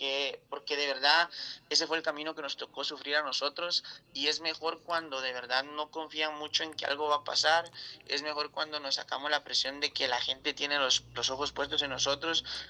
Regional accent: Guatemala; now in United States; vine a Estados Unidos por decisión propia o mi familia porque buscáramos un futuro mejor. Nosotros tuvimos que salir de Guatemala porque obviamente estábamos sufriendo extorsiones

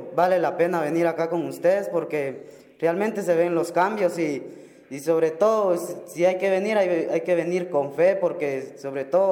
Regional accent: Purulhá, Baja Verapaz, Guatemala; Pues dice, hermano, que yo soy de Purulá, Baja Verapaz.

